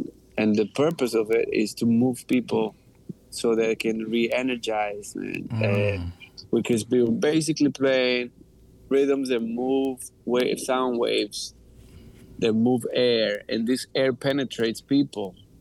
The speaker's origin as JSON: {"language": "English", "country": "Colombia", "moved": "yes", "said": "I come from Colombia"}